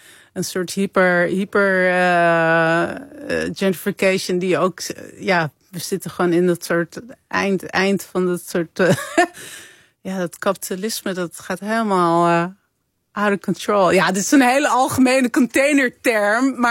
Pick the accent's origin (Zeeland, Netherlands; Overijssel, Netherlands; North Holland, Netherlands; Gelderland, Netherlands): North Holland, Netherlands; Amsterdam; Ja, ik kom ook uit Amsterdam.